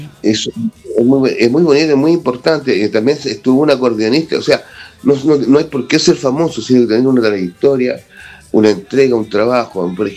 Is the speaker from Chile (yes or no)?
yes; Chile; nosotros tengamos más identidad como chilenos